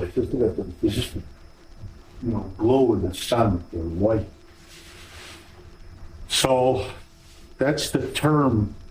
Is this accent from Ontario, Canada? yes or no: no; Alberta, Canada; no matter where I go, I can say I'm from the Bloods, so I'm a Blood Indian, because I was born there.